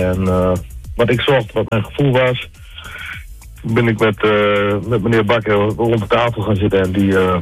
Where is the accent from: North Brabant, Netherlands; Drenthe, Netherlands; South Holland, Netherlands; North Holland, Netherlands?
Drenthe, Netherlands; Emmen; now in Coevorden, Netherlands; ik ben geboren en getogen in Emmen. Ik woon nu in Coevorden.